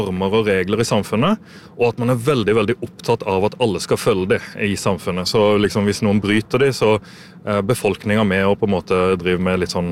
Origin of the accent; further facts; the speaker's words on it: Norway; Det kan vara typiskt alltså detta som norrmän vet vi väldigt gott att måten vi kanske tar upp ting på kan vara lite passiv-aggressivt.